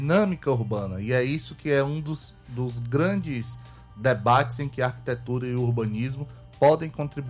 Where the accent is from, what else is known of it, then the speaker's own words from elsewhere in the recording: Ceará, Brazil; Somos cearenses aqui por essência, mas nós vivemos em uma cidade